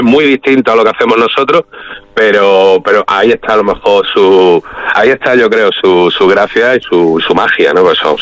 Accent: Melilla, Spain; que somos de Melilla. Al final somos una banda melillense y a mucho orgullo

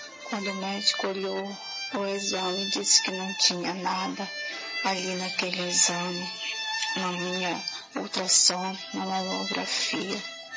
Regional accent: Belém, Pará, Brazil; now in Ananindeua, Brazil; sou de Belém do Pará, moro em Ananindeua.

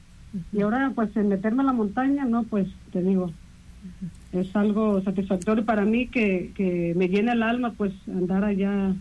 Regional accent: Naranjal, Mexico; yo soy del Naranjal. Uh-huh. Soy una persona de campo

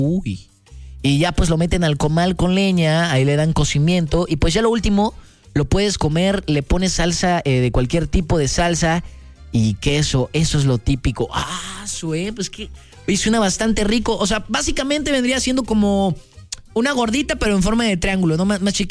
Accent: Córdoba, Veracruz, Mexico; moved away; yo que soy de allá de Cordobaches

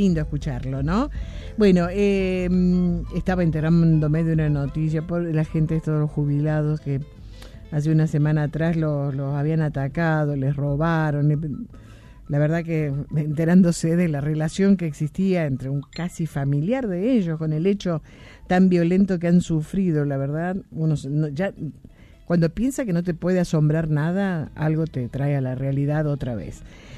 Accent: Corrientes, Argentina; now in Rosario, Argentina; Soy el correntino, pero vivo en Rosario.

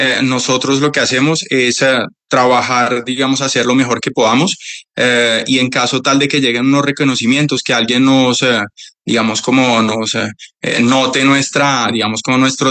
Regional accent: Campobasso, Molise, Italy; Spanish is a second language; also born or lived in Milan; now in Colombia; Yo soy de Campobasso, es al sur de Italia, entre Nápoles, entre a una hora y media de Nápoles y 2 horas de Roma.

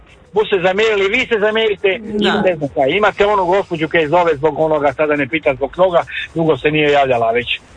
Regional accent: Zagreb, City of Zagreb, Croatia; Ja sam rođeni Zagrepčanin, branitelj sam

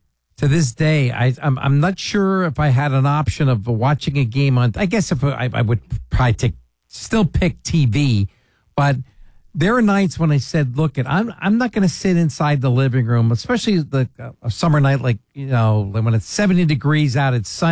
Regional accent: Allentown, Pennsylvania, United States; I grew up in East Allentown

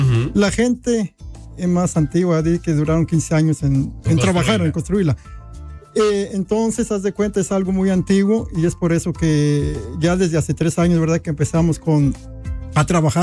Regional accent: La Concordia, Guerrero, Mexico; now in Omaha, United States; Yo también soy, ¿verdad?, del estado de Guerrero y mi pueblo es la Concordia, ¿verdad? De la Concordia.

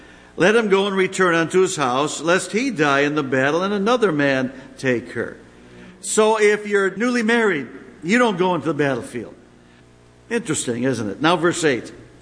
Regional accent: United States; We do as an American.

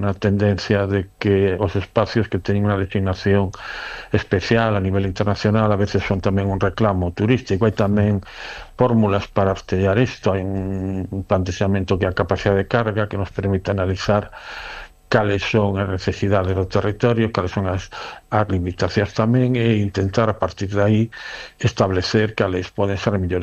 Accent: Galicia, Spain; A ver, eu como galego solo ir todo ano

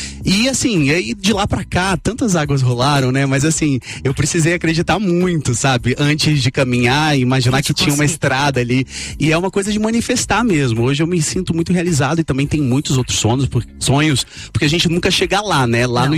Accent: Brasília, Federal District, Brazil; Olha, eu saí da periferia de Brasília, sou da Quebrada, né? Eu sou da Samambaia Norte, que é um lugar, assim, que eu tenho muito carinho

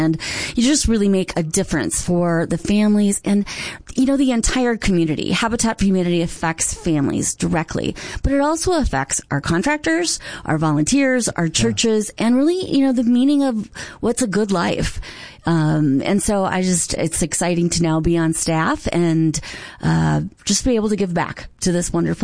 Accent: Campbell, Minnesota, United States; So I grew up here in the Valley, just a little bit south in Campbell, Minnesota. So I'm a Campbellton grad, returning

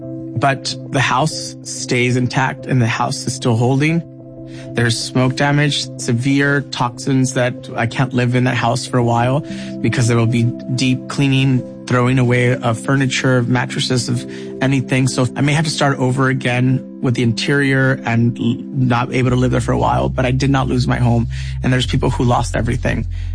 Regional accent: San Gabriel Valley, California, United States; My parents are from Michoacán. My dad was from Saguayo. I was born in Los Angeles. I grew up in SGV in San Gabriel Valley.

